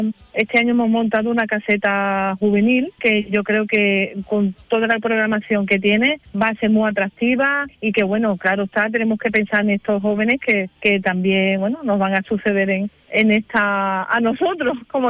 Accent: Tarifa, Andalusia, Spain; para los tarifeños sí que es un día muy importante

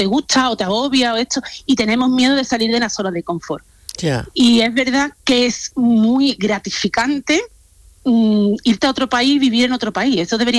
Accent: Seville, Andalusia, Spain; now in Germany; Yo soy de Sevilla.

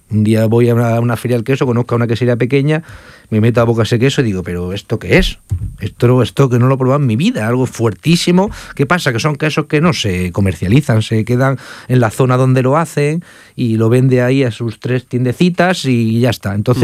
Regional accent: Granada, Andalusia, Spain; cosas que estamos en Granada, yo soy de Granada.

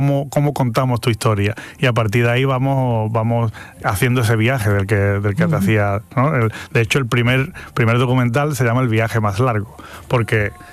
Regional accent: Algeciras, Andalusia, Spain; born there; moved away as an adult; Yo nací en Algeciras. Algeciras es un lugar casi al final de Europa. Bueno, al final de Europa, uh-huh. Exactamente, es el último ya, Tarifa y Algeciras. Yo me tuve que ir con 18 años a estudiar fuera

